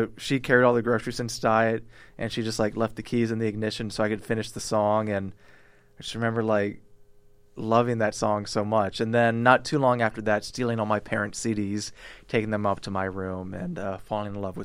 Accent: St. Louis, Missouri, United States; I grew up in St. Louis, Missouri.

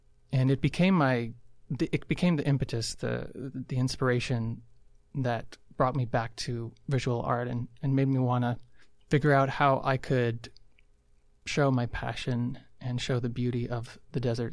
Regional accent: Tucson, Arizona, United States; I was raised in Arizona, in Tucson.

